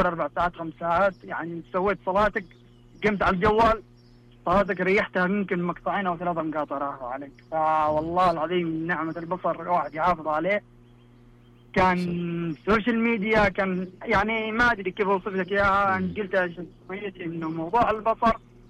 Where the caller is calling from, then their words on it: Riyadh, Riyadh Province, Saudi Arabia; من الرياض.